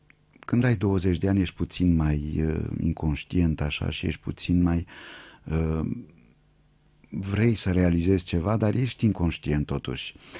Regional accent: Romania; moved away as an adult; now in Paris, France; eu veneam din România cu o bază muzicală

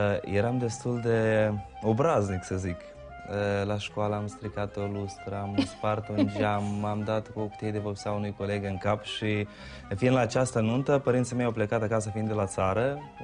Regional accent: Chernivtsi Oblast, Ukraine; moved away; eu cumva sunt la interferență între Bucovina și Hierța. Satul meu este așezat chiar lângă Codrii Cosminului.

